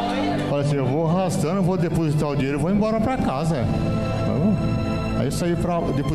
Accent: Curitiba, Paraná, Brazil; Sou lá de Curitiba, mas eu vim aqui com todo prazer, mano.

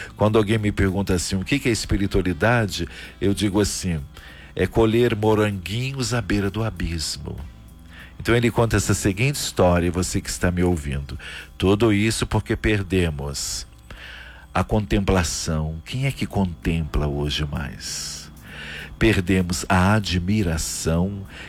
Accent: Santos Dumont, Minas Gerais, Brazil; moved away; lá em Santos Dumont, na minha terra

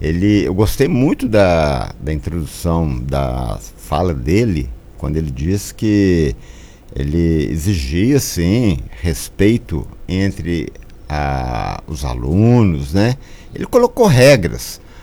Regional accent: Campo Belo, Minas Gerais, Brazil; now in Arcos, Brazil; Ali, eu sei que eu vim de Campo Belo aqui para Arcos, há mais de 40 anos, 45, 46 anos, em Campo Belo eu treinava lá na Praça de Esportes

